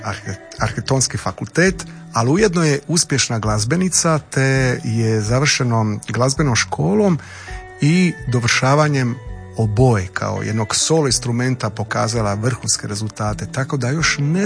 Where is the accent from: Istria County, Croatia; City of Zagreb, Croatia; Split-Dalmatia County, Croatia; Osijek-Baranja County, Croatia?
Split-Dalmatia County, Croatia; Split; Ja sam rođen u Splitu i kao dijete uzorne obitelji, 80-ih, si morao odlaziti u glazbenu školu